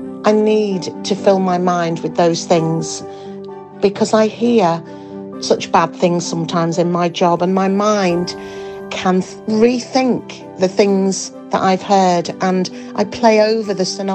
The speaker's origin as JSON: {"language": "English", "town": "Leeds", "region": "Yorkshire and the Humber", "country": "United Kingdom", "said": "from Leeds. I work with very vulnerable and damaged people"}